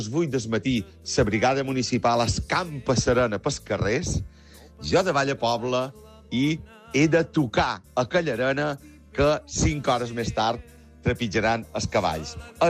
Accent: Ciutadella, Balearic Islands, Spain; de Ciutadella i com us podeu imaginar, les festes del meu poble, Sant Joan

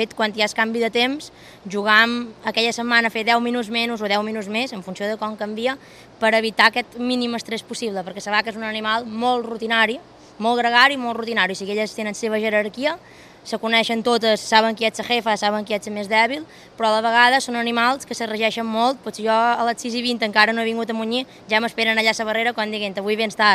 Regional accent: Ferreries, Balearic Islands, Spain; born there

